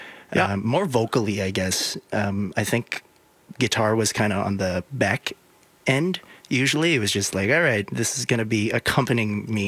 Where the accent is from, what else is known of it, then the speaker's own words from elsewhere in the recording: Wabasca, Alberta, Canada; Yeah, so I grew up in Wabasca. It's about 3 hours north of Edmonton. A little small town, you know, a little bit of municipality, a little bit of reserve.